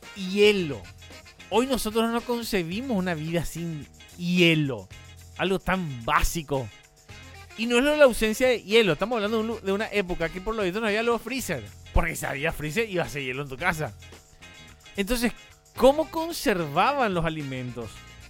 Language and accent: Spanish; Encarnación, Itapúa, Paraguay; born there; soy paraguayo, nacido en Encarnación, en un lejano 1988, en el barrio obrero, zona baja, Encarnacena. De ahí mi fanatismo a Cerro Porteño, porque he nacido en un barrio obrero también, pero en el sur del Paraguay.